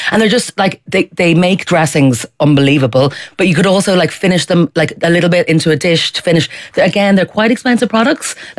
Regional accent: Ireland

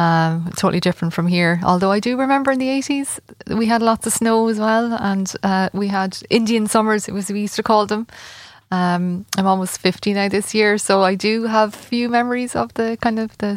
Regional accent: Ireland; And like, I'm an Irish speaker and I taught for over 10 years in the Gaelic school. And so I'm still really, I love the Irish language. And I'm passionate about being Irish, yeah.

